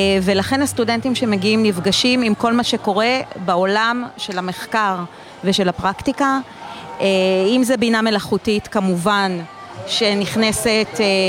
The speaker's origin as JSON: {"language": "Hebrew", "town": "Nahariya", "region": "Northern District", "country": "Israel", "also_born_or_lived": "Tel Aviv", "lives_now": "Kfar Vradim, Israel", "said": "אני מהצפון, אני גרה בכפר ורדים, במקור מנהריה."}